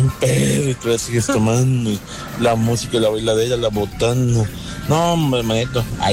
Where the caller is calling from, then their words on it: Mexico; Soy más mexicano